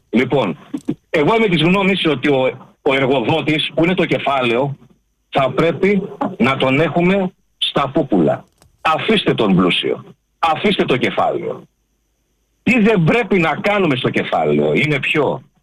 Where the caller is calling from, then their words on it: Ilion, Attica, Greece; είμαι από το Ήλιο.